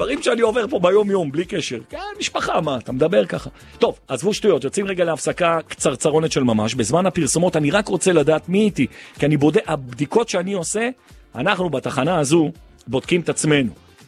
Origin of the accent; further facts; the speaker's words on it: Jerusalem, Jerusalem District, Israel; כי אני ירושלמי, מותר לי